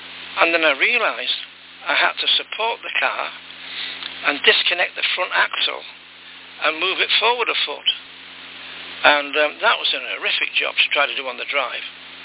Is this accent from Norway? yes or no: no; Barrow-in-Furness, North West England, United Kingdom; moved away; Years and years ago, my hometown was in Barrow-in-Furness on the west coast, on the southern end of the Lake District